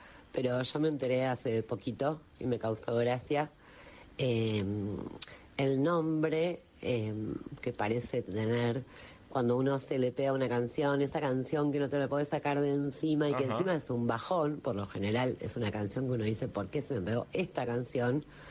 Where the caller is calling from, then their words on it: Rosario, Santa Fe, Argentina; de Rosario.